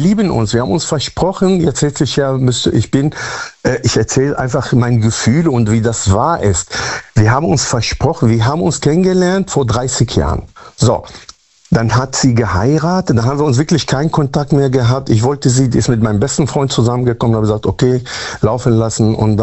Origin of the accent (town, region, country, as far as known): Münster, North Rhine-Westphalia, Germany